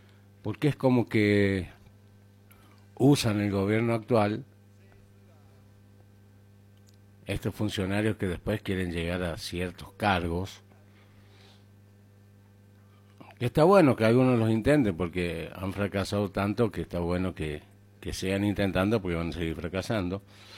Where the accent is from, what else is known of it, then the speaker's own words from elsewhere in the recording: San Luis, Argentina; Los que somos oriundos de San Luis, los que hemos caminado en San Luis, sabemos lo chiquito que era nuestro querido San Luis.